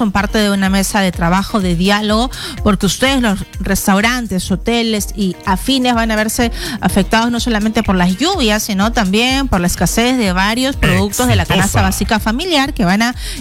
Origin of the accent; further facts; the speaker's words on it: Peru; algo que nosotros amamos como peruanos